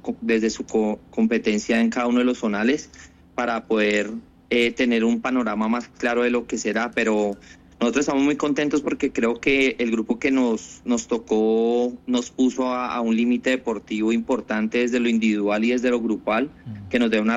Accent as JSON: {"language": "Spanish", "region": "Bogotá", "country": "Colombia", "tie": "born or raised there", "said": "Soy nacido, criado en Bogotá, estuve más de 12 años trabajando en la Liga de Fútbol de Bogotá"}